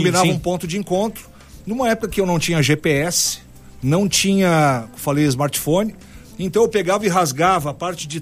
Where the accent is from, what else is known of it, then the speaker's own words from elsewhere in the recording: Santa Cruz do Sul, Rio Grande do Sul, Brazil; Eu sou de Santa Cruz do Sul.